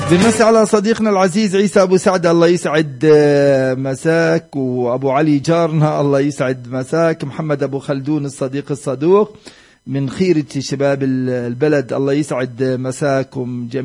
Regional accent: Palestine; بنا كفلسطينيين

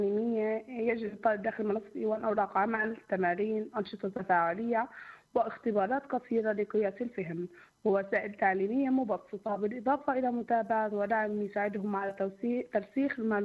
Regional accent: Hajja, Qalqilya Governorate, Palestine; قريتنا بنحاول انه ننشر على مجلس قروي حجة

